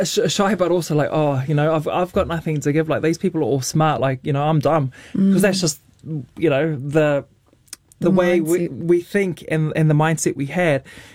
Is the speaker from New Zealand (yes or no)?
yes; New Zealand; we're from New Zealand. I'm also Tongan, very proud Polynesian